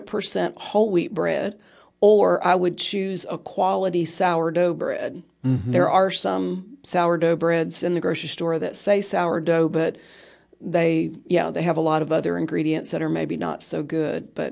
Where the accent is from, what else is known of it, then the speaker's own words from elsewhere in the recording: West Virginia, United States; Well, I grew up in West Virginia thinking